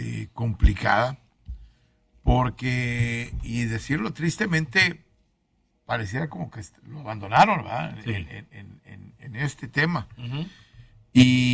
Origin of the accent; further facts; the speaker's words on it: Mexico; pues soy mexicano.